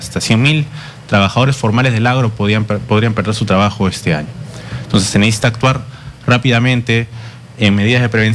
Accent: Peru; Nosotros, como peruanos

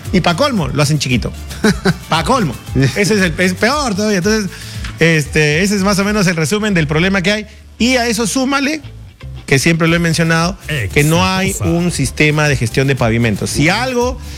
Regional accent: Peru; now in Arizona, United States

